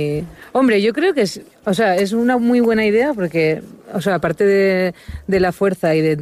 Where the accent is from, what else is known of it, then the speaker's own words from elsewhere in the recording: Pamplona, Navarre, Spain; now in Villanueva, Spain; No, yo soy de Pamplona, pero vivo en Villanueva.